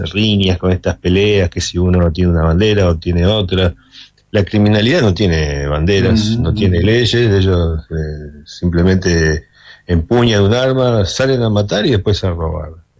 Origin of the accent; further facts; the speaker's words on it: Argentina; somos argentinos